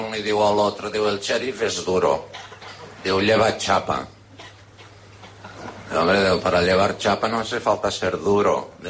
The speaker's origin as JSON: {"language": "Spanish", "country": "Spain", "first_language": "Catalan", "second_language": "Spanish", "said": "un placer estar con todos ustedes para interpretarles unos cuantos chistes acudits, como digo en mi lengua madre"}